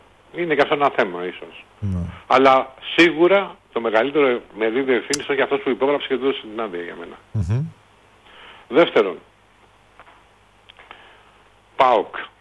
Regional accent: Piraeus, Attica, Greece; Και το λέω εγώ που είμαι από τον Πειραιά, που είμαι Ολυμπιακός

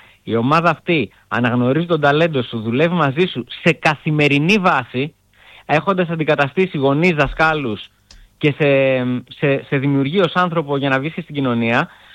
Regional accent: Athens, Attica, Greece; Και το λέω εγώ που είμαι από την Αθήνα.

